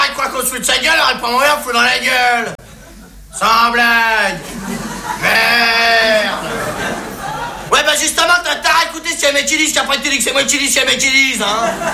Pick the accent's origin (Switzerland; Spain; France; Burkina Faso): France